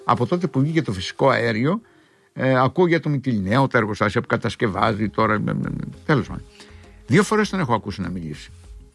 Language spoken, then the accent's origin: Greek; Agios Konstantinos, Greece; moved away; Άγιος Κωνσταντίνος λέγεται το χωριό μου επάνω.